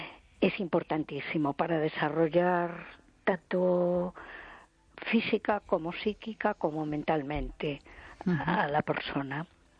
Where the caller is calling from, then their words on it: A Coruña, Galicia, Spain; de Coruña.